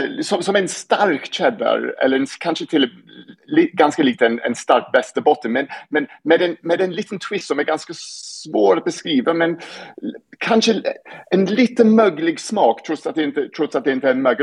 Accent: East Midlands, United Kingdom; moved away; jag kommer från ett grevskap som har en egen ost och den är Lincolnshire Poacher.

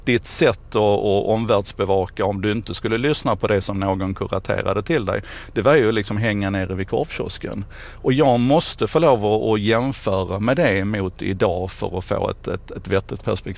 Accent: Malmö, Skåne, Sweden; vi är ju Malmöbor

